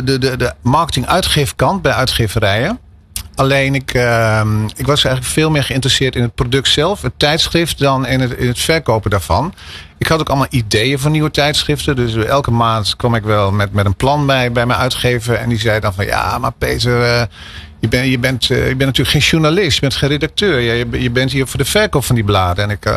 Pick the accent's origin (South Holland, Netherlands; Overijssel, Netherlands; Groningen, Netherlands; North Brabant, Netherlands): Overijssel, Netherlands; Haaksbergen; born there; Ik ben in 1965 geboren in Haaksbergen.